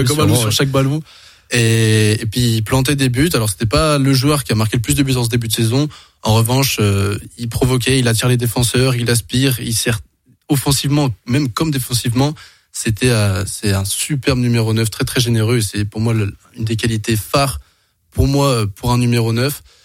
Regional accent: Lyon, Auvergne-Rhône-Alpes, France; Et on en veut un peu, en tant que Lyonnais, on en veut un peu à l'arbitre

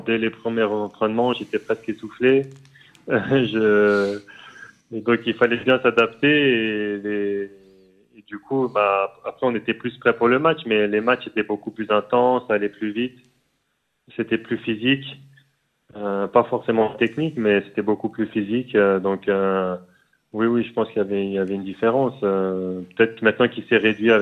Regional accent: Paris, Île-de-France, France; moved away as an adult; en tant que Parisien

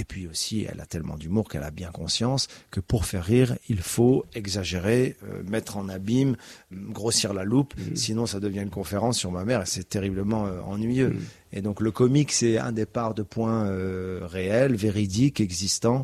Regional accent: Casablanca, Casablanca-Settat, Morocco; born there; Je suis né à Casa et ses passions sont nées à Casa.

